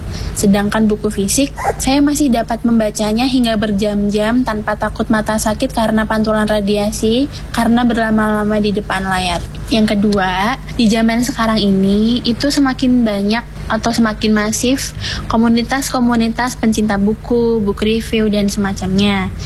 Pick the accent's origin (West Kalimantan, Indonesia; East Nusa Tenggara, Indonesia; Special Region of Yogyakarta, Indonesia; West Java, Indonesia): Special Region of Yogyakarta, Indonesia; Yogyakarta; Saya adalah warga Jogja asli.